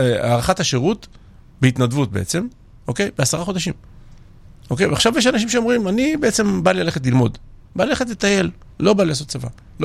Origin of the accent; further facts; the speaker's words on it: Georgia; now in Israel; טוב, אז בתור ילד בגיאורגיה, לפני שעליתי לארץ, הייתי תלמיד מצטיין.